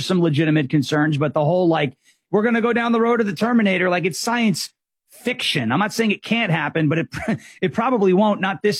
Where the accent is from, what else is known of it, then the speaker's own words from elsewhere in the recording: New York, United States; I'm a Jets fan, so it's like every time I turned on WFAM and I was growing up on Long Island, it was like, what can I be mad about today?